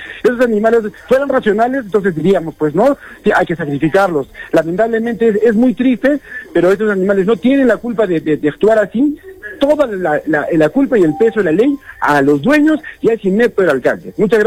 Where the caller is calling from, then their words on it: Cerro Colorado, Arequipa, Peru; Yo soy de Cerro Colorado